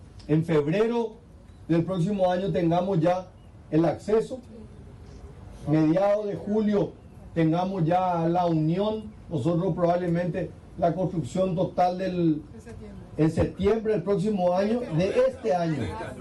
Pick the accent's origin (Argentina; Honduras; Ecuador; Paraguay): Paraguay; hoy vengo como paraguayo feliz, emocionado.